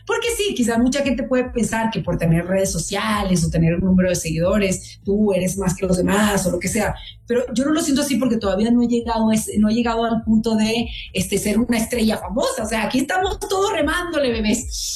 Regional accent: Chihuahua, Mexico; born there; Yo nací en Chihuahua, o sea, venga para acá.

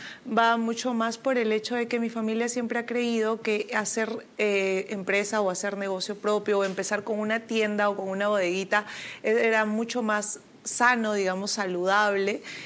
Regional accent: Jauja, Junín, Peru; Yo soy de Jauja, de la primera capital del Perú.

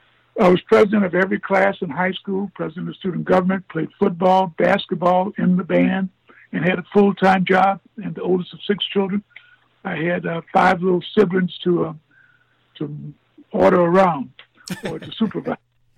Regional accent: Statesboro, Georgia, United States; I was raised in South Georgia, in a place called Statesboro, Georgia, in Bullock County, which is down near Savannah.

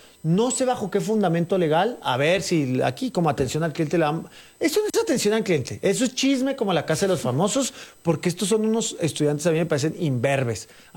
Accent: Mexico; es el patrimonio de los estudiantes, de nuestros hijos, de nuestros nietos y de todos los que somos mexicanos.

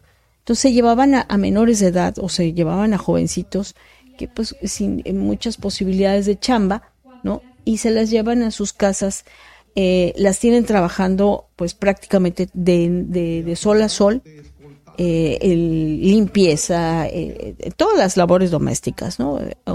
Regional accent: Tabasco, Mexico; sí le puedo decir de allá de mi pueblo donde vengo, de allá de Tabasco

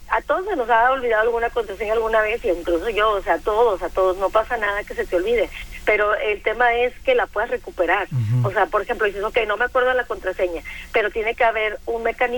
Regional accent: Mexico; como mexicanos somos un poco necios, un poco tercos.

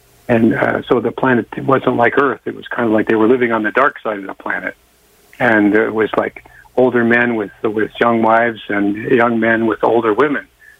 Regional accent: Canada; I'm a Canadian guy

